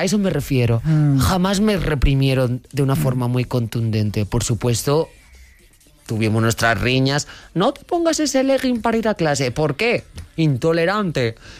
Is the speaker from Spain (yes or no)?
yes; León, Castile and León, Spain; born there; Nací en León capital. Me cumplí el año en Mallorca.